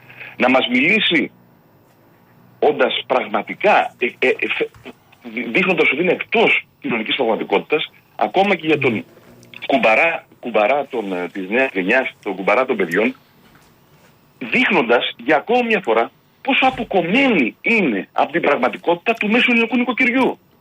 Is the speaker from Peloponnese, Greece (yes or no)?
no; Piraeus, Attica, Greece; Εγώ ως Πειραιώτης είμαι του ρεμπέτικου.